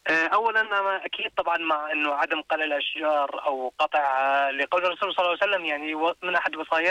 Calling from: Irbid, Irbid Governorate, Jordan; كونه أنا من إربد فأنا برضو كمان في إربد يعني.

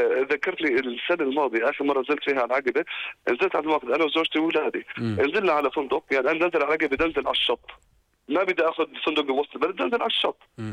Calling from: Jordan; إحنا كأردنيين

